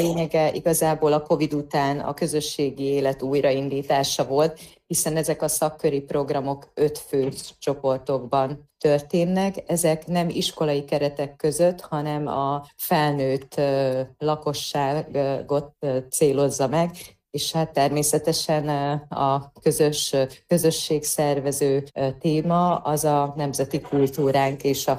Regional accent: Zakarpattia Oblast, Ukraine; Igen, hát az elmúlt napokban otthon Kárpátalján a Szürtei rendezvénytermünkben tartottuk meg az évadzáró szakkör kiállítást

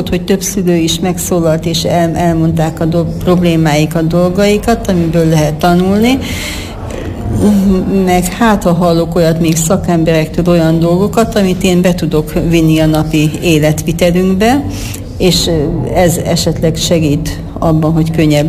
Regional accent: Bükkábrány, Borsod-Abaúj-Zemplén, Hungary

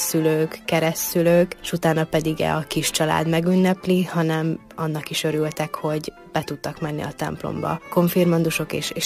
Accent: Batyu, Zakarpattia Oblast, Ukraine; tudni rólam, hogy én Bátyúban születtem

